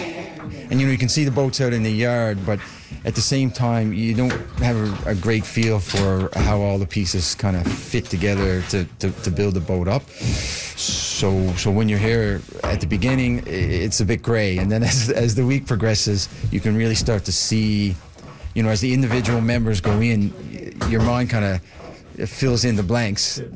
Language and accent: English; Newfoundland and Labrador, Canada; I grew up in Newfoundland, and my uncle's father-in-law was a master dory builder.